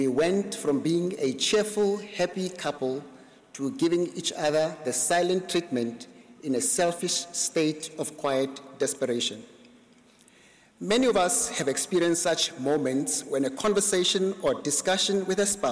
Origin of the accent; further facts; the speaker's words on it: South Africa; In my home country of South Africa